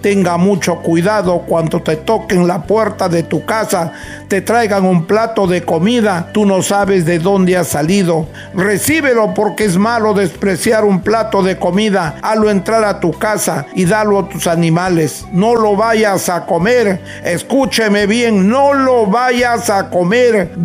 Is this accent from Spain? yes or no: no; northern Peru, Peru; Gracias le doy a la Santísima Cruz Bendita de Motupe, como buen norteño que soy.